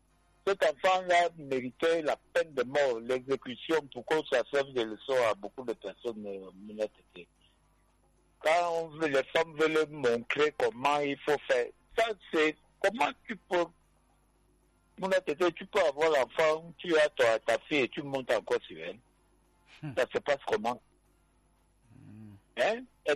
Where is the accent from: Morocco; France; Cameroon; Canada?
Cameroon; Douala, Littoral; Depuis Bonadi, bon. Moi, je suis un enfant de Bonadi, bon.